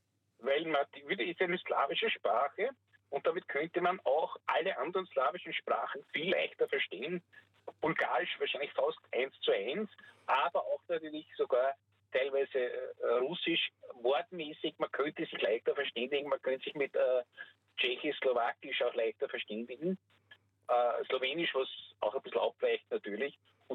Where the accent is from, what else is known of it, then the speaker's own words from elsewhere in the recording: Vienna, Austria; born there; ich bin 1958 geboren in Wien und meine Eltern waren beide, stammen aus Kroatien in burgenländischen Ortschaften.